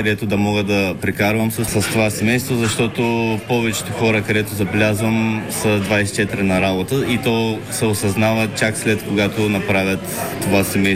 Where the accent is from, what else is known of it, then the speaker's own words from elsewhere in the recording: Sliven, Sliven Province, Bulgaria; България е живот за мене. България е щастието, което ми е помогнало да стигна това, което съм. Сливен е моя роден град.